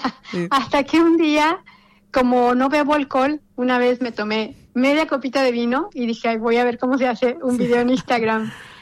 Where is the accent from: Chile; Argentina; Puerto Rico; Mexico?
Mexico; now in Spain; soy de México, aunque ahorita estoy aquí en España